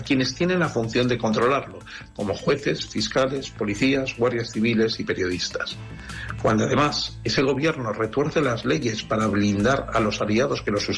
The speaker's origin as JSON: {"language": "Spanish", "region": "Navarre", "country": "Spain", "said": "pero como ciudadanos navarros comprometidos con los valores constitucionales"}